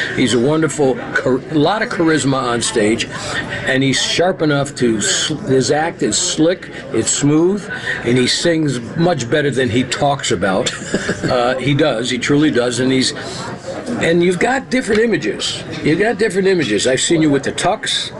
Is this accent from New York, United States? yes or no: no; Hartford, Connecticut, United States; moved away; it's in Hartford, which is my hometown.